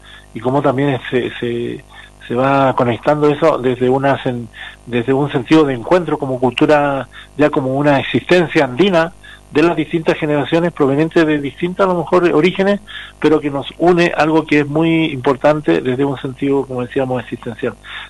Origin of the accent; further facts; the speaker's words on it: Arica y Parinacota, Chile; en nuestra región de Arica-Parinacota